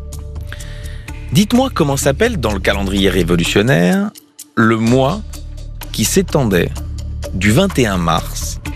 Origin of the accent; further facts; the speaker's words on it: Belgium; Je suis belge moi, vous savez.